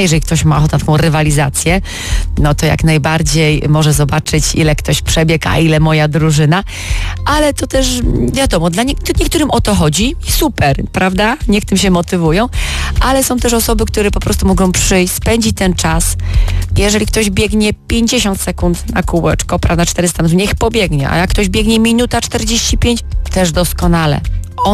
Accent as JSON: {"language": "Polish", "town": "Opole", "region": "Opole Voivodeship", "country": "Poland", "said": "jesteśmy właśnie w Opolu, miasto nasze jest wybrane"}